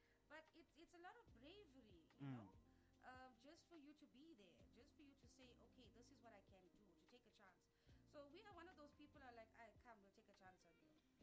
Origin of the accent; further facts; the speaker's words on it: Durban, KwaZulu-Natal, South Africa; we're a little small family out of nowhere, we hail from Durban